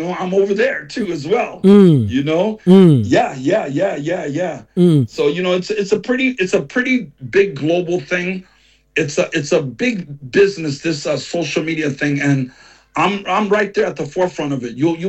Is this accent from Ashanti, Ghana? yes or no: yes; Kumasi, Ashanti, Ghana; my hometown Bantama.